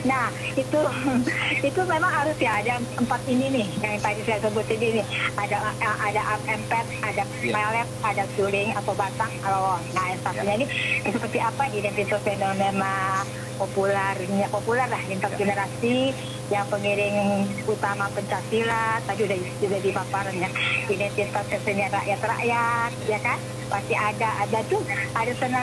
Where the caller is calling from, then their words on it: Bandung, West Java, Indonesia; Selamat siang, saya dari Bandung.